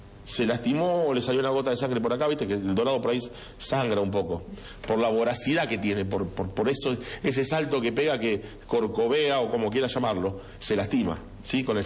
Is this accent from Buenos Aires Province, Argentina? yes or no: no; Arroyo Seco, Santa Fe, Argentina; Yo me crié toda la vida en Atlético de Arroyo Seco, vivía a dos cuadras